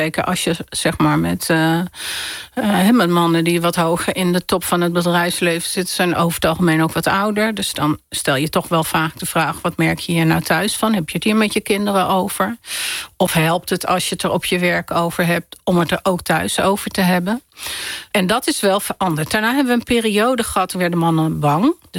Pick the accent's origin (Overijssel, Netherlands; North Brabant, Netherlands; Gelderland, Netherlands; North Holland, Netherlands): North Holland, Netherlands; Amsterdam; Ja, ik ben in Amsterdam opgegroeid. Heel veel uitgegaan. We zijn opgegroeid in Amsterdam-West.